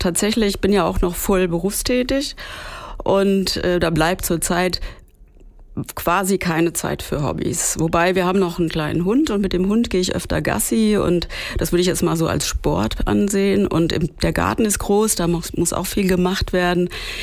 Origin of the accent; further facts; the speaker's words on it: Frankfurt am Main, Hesse, Germany; moved away as an adult; also born or lived in Mainz / Berlin; Ich komme aus Frankfurt-Main, bin also Städterin aufgewachsen, auch direkt in der Innenstadt, bin da zur Schule gegangen, habe da auch mein Abitur gemacht und habe lange Jahre auch in Frankfurt gelebt, bis nach dem Abitur. Dann habe ich studiert in Mainz, also gleich nebenan von Frankfurt.